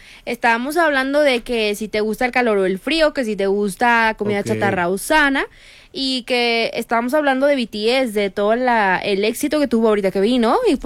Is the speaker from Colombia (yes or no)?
yes; Colombia; Vos la conocés, pero no somos argentinos